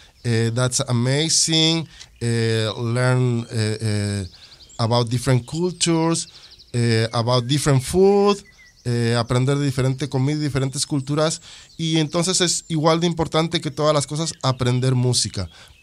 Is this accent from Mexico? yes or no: yes; Mexico; Bueno, como mexicano, como descendiente de Xochimilcas otomís, como hablante también de lengua tzotzil, y como mexicano pero como persona simplemente soy una persona única